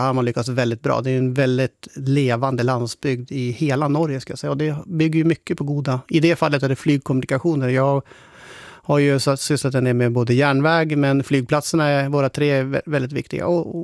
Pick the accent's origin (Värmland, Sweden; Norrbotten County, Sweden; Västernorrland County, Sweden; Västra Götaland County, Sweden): Västernorrland County, Sweden; Sundsvall; moved away as an adult; also born or lived in Östersund / Stockholm; Men jag är född och uppvuxen i Sundsvall men har bott i både Östersund och Stockholm.